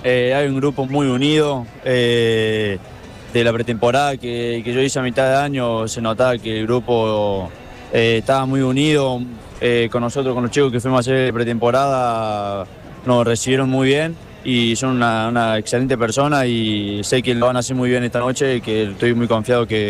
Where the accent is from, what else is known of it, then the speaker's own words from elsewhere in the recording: Córdoba, Argentina; No, yo llego cerca acá de Los Paraísos con mi viejo. No, yo me crié acá en Los Paraísos